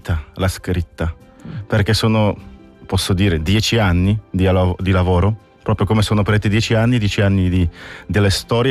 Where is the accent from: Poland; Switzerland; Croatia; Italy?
Poland; moved away; nella casa mia si trova sullo stesso cortile dove c'è la chiesa nel mio paesino in Polonia